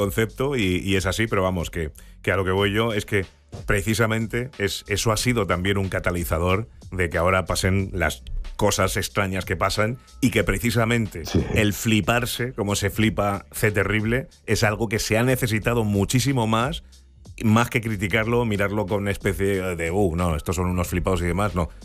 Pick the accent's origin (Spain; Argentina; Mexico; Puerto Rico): Argentina